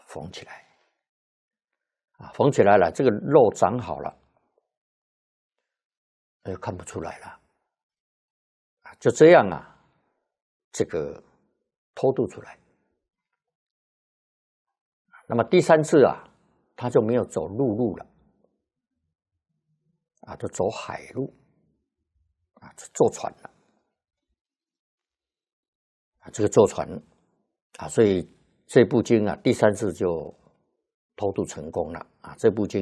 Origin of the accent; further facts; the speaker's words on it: China; 我们中国人会对他非常感恩的。